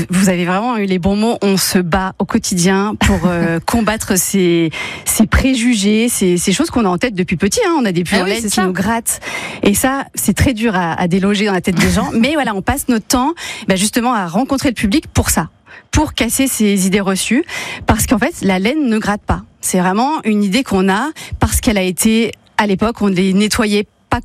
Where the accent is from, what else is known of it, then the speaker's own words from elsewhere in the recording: Saint-Étienne, Auvergne-Rhône-Alpes, France; also born or lived in Lyon / Paris; je suis un pur produit stéphanois, hein, je suis née à Saint-Étienne et je suis partie pour mes 17 ans, pour les études, donc de stylisme à Lyon et Paris